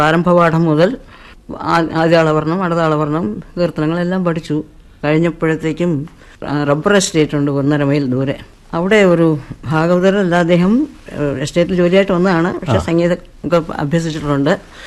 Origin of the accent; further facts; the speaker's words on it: Elamannur, Kerala, India; also born or lived in Parassala; അപ്പൊ ഞാൻ ജനിച്ചത് പാറശാലയാണ്. അച്ഛൻ സ്കൂൾ ടീച്ചറായിരുന്നു. അച്ഛന് പ്രൊമോഷനായിട്ട് അടൂരിൻ്റെ അടുത്ത് ഒരു നാട്ടുംപുറം ഇളമണ്ണൂർ എന്നുള്ള സ്ഥലത്ത് ഒരു പ്രൈമറി സ്കൂൾ ഹെഡ്മാസ്റ്ററായിട്ട് പ്രൊമോഷൻ കിട്ടി.